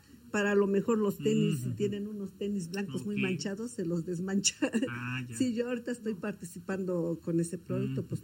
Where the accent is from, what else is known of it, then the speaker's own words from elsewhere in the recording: Mexico; now in Cuayantla, Mexico; Soy del barrio de Coyotepec, pero ahorita vivo en Cuayantla. Pero mi lugar de origen es Coyotepec.